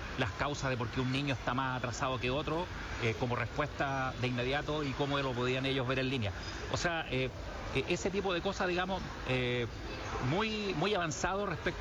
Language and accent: Spanish; Chile; vengo de Chile